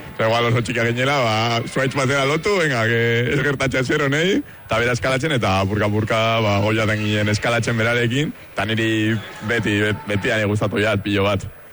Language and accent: Basque; Bilbao, Basque Country, Spain; gu bilbotarra gara